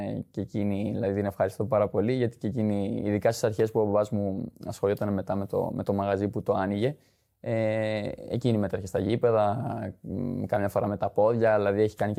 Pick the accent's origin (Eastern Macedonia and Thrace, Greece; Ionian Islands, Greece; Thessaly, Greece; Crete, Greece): Crete, Greece; Heraklion; Εγώ δεν έχω μεγαλώσει, δηλαδή από μωράκι εδώ είμαι. Και όταν με ρωτάνε από πού είσαι, εγώ λέω από το Ηράκλειο, από την Κρήτη.